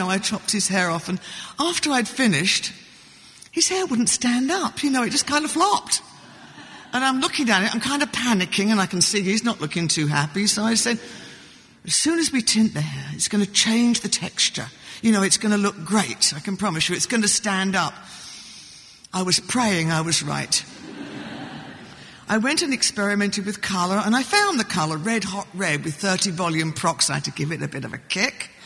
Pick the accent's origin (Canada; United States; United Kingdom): United Kingdom; Beckenham, London; I was from Beckenham.